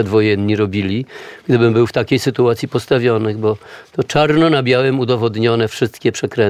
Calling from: Warsaw, Masovian Voivodeship, Poland; sami widzimy jako warszawiacy

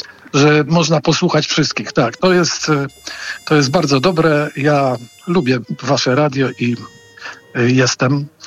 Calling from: Warsaw, Masovian Voivodeship, Poland; dzwonię z Warszawy.

